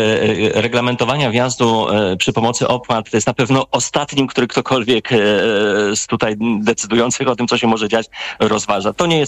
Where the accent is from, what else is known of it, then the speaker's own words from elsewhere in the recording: Hel, Pomeranian Voivodeship, Poland; tutaj u nas w Helu